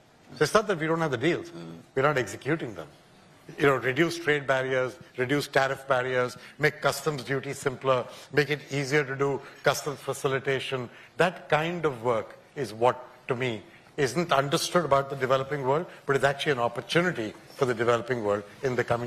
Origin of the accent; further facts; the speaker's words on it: India; guys like me, growing up in India, and now, you know, having had the chance to run MasterCard and run the World Bank.